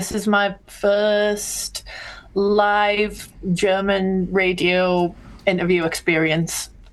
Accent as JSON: {"language": "English", "region": "North West England", "country": "United Kingdom", "lives_now": "Newcastle upon Tyne, United Kingdom", "said": "but I'm actually currently in the Lake District in Cumbria, which is also in England. It's like very beautiful countryside. And this is where I'm originally fr"}